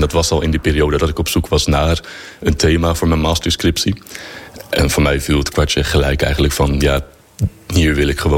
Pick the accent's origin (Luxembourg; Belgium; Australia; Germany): Luxembourg; Ik ben Nederlander, maar ik ben in het buitenland opgegroeid in Luxemburg.